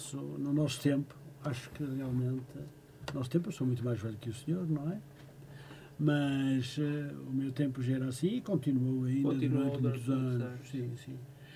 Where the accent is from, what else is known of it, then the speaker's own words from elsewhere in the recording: Fafe, Norte, Portugal; moved away as an adult; Ricardo, olha, eu sou fafense. Nasci em Fanf, depois emigrei, aos 17 anos.